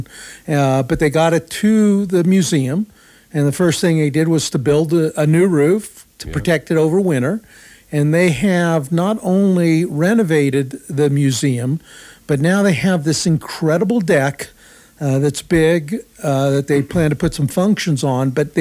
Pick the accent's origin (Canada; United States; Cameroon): United States; California; now in Fraser, United States; I'm from California.